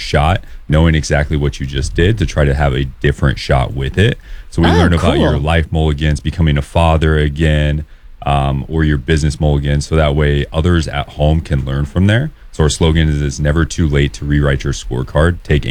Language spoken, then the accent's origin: English; McCook, Nebraska, United States; So I'm from McCook.